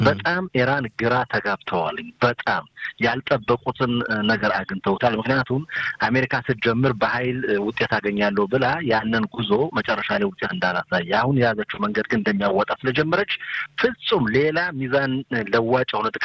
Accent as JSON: {"language": "Amharic", "region": "Amhara", "country": "Ethiopia", "tie": "born or raised there", "said": "ያደግኩበት የተወለድኩበትን ቦታ ጨዋሄት፣ ጎንደር ሲባል ጨዋሄት አገር ጨዋሄት የሚል ከሰማሁና"}